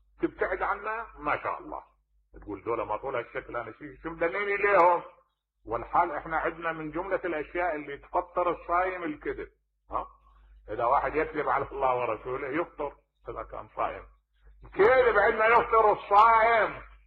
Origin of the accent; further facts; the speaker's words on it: Syria; أنا شامي وما أخذتني التربية الأغاليط